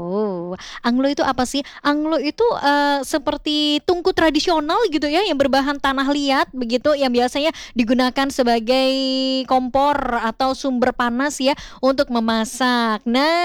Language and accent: Indonesian; Java, Indonesia; kita sebagai orang Jawa